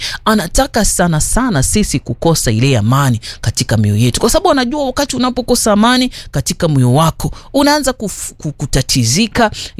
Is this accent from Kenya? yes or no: yes; Tana River County, Kenya; kule upokomoni tunasema yani unabauka bauka